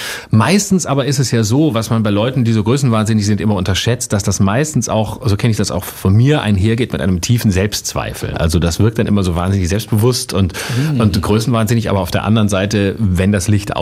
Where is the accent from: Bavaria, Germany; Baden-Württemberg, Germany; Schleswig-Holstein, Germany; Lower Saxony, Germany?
Baden-Württemberg, Germany; Lörrach; Da habe ich bei der offenen Bühne in Lörrach an der Grenze zu Basel, wo ich herkomme, mitgemacht.